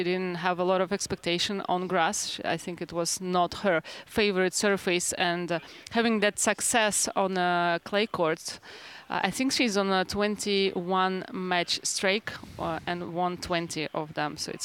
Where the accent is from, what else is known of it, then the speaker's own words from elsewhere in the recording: Ukraine; English is a second language; I have to go with Marta Kostyuk, of course, because I'm from Ukraine.